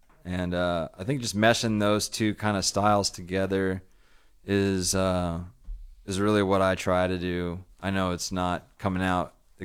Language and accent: English; Dallas, Texas, United States; now in Austin, United States; I grew up in Dallas, okay. So yeah. Texas, you know.